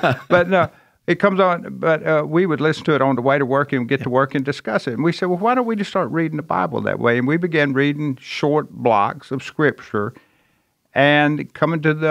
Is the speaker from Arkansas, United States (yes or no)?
yes; Harrisburg, Arkansas, United States; also born or lived in Memphis, Tennessee; But no, I grew up in a small town in Arkansas, northeast Arkansas, called Harrisburg. Out in the country, country boy, grew up, was raised in church all my life